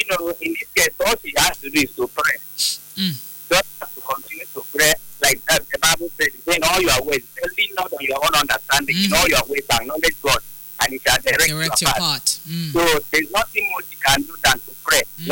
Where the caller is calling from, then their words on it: Tanzania; I'm calling from Tanzania